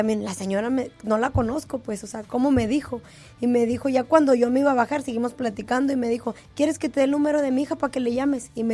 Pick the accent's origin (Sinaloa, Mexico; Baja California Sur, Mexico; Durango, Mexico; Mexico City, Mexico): Durango, Mexico; moved away; Yo vengo de Durango.